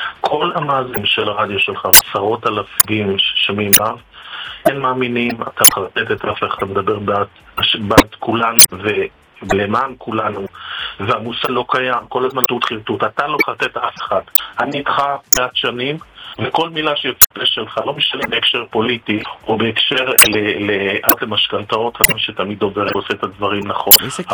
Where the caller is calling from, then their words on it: Tel Aviv, Tel Aviv District, Israel; אני גר ברביב, אני גר תל אביב